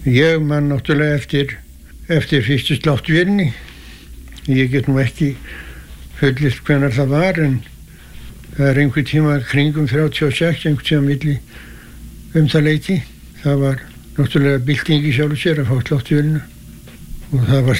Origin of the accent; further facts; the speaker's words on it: Arnarvatn, Northeastern Region, Iceland; Ég er fæddur 1923 á Arnarvatni Mývatnssveit og ólst þar upp til fullorðins ára.